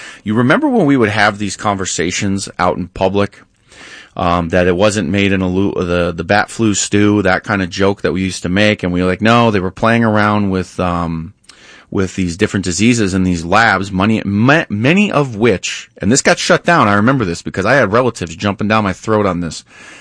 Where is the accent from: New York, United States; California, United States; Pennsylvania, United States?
New York, United States; and it was great because, you see, I grew up in New York.